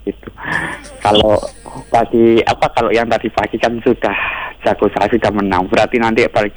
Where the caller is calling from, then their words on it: Surabaya, East Java, Indonesia; Iya, saya ini dari Surabaya.